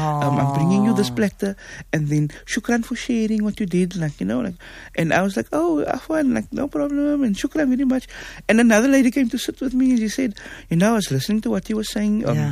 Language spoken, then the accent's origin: English; Cape Town, Western Cape, South Africa; I was from Cape Town. I was the only person from Cape Town in the room.